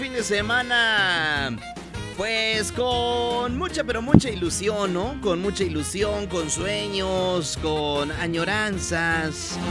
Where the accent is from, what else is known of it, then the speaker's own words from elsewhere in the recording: Mexico; Claro que sí, somos mexicanos.